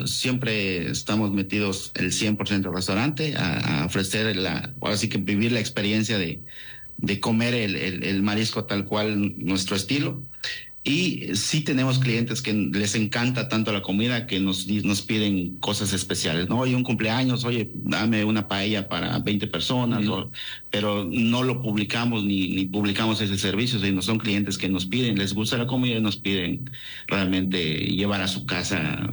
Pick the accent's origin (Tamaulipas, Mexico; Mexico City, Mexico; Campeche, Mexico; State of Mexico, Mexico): Campeche, Mexico; Isla Arena; somos de Isla Arena, Campeche, realmente somos campechanos, somos originarios de allá, crecimos en el mar, y traemos el gusto por los mariscos y el mar